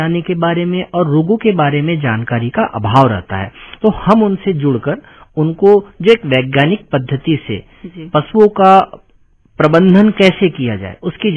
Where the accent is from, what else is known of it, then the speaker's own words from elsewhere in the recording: Bastar, Chhattisgarh, India; born there; मैं चूंकि यहीं बस्तर में जन्मा हुआ हूं